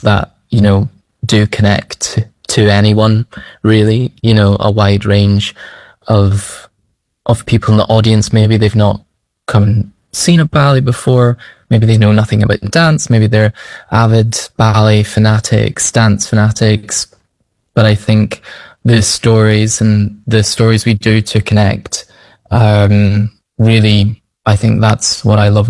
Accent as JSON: {"language": "English", "town": "Aberdeen", "region": "Scotland", "country": "United Kingdom", "tie": "born or raised there", "said": "When I was younger, actually, I grew up and trained in Scotland, in Aberdeen, and I actually went to London to perform in the West End"}